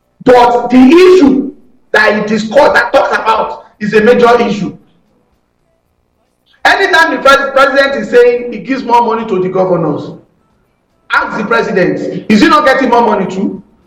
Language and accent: English; Nigeria; I will speak naturally as Nigerian.